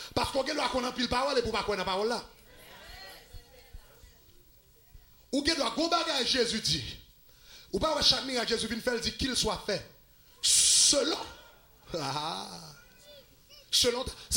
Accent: Haiti; nous-mêmes haïtiens, nous devons suspendre la vision poule.

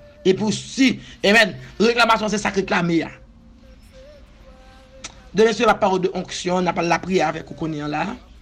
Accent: Haiti; Pas de problème, je suis haïtien

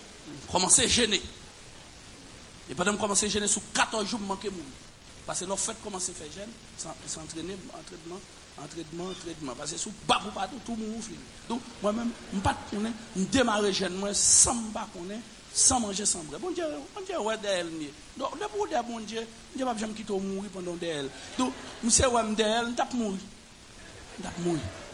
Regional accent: Haiti; je viens de dire que je suis haïtien.

